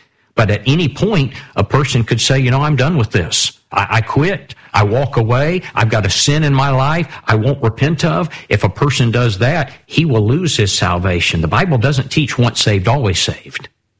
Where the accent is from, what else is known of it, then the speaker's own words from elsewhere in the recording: South Carolina, United States; now in Georgia, United States; I'm not from here. I'm from South Carolina.